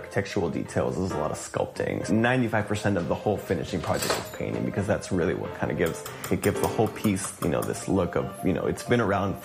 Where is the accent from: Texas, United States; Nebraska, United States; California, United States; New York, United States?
California, United States; Alhambra; Ever since I was a kid, growing up in Alhambra, it was always something that I saw all these different styles of architecture